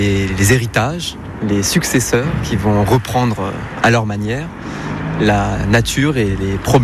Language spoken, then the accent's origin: French; Tours, Centre-Val de Loire, France; je viens de Tours